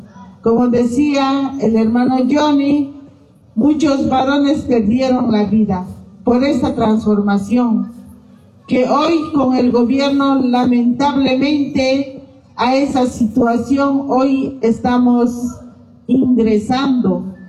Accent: Bolivia

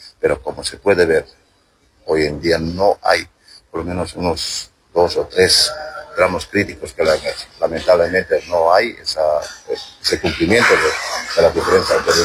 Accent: Bolivia; como ciudadanos bolivianos, como transportistas.

